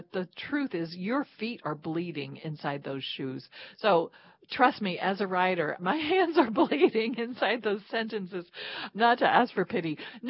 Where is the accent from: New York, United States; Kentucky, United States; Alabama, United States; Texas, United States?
Kentucky, United States; And finally in Lexington was an hour and a world away from where I grew up in Kentucky.